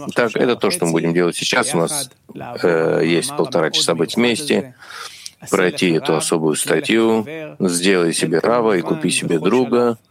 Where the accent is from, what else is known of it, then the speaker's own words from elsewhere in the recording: Latvia; Допустим, я из Латвии, да.